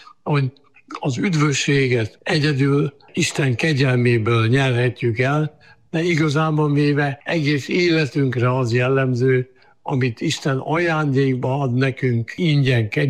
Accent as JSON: {"language": "Hungarian", "town": "Lébény", "region": "Győr-Moson-Sopron", "country": "Hungary", "tie": "born there", "said": "én lébényi születésű vagyok Győr megyében."}